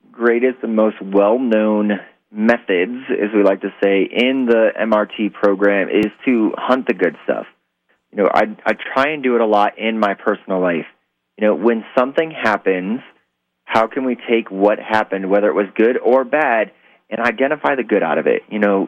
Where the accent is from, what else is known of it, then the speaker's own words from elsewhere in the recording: Ohio, United States; growing up in Northern Ohio, I spent a lot of time working with my aunt, the Salvation Army.